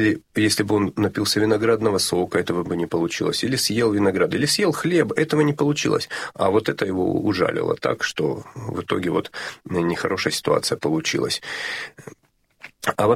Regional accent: Rostov-on-Don, Rostov Oblast, Russia; also born or lived in Razdorskaya, Rostov Oblast; я вообще из Ростова-на-Дону, а жили мы в области

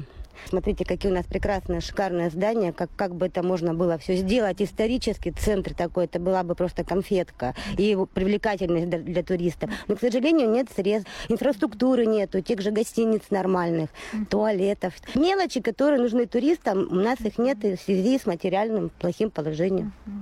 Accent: Ustyuzhna, Vologda Oblast, Russia; вообще думала, что когда последний звонок отзвенит, я мечтала, скорее бы этот последний звонок прозвенел, и я уеду из Устюжна, никогда не вернусь, и даже не буду на выходные приезжать.

